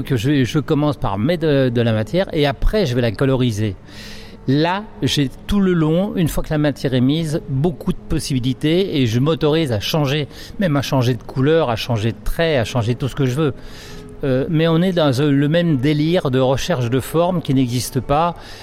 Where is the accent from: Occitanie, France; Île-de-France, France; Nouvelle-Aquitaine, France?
Occitanie, France; Castillon-du-Gard; Alors, je viens de Castillon-du-Gard, juste à côté du pont de gare, mais vraiment à côté.